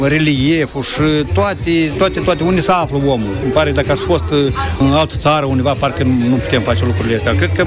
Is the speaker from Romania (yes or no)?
no; Moldova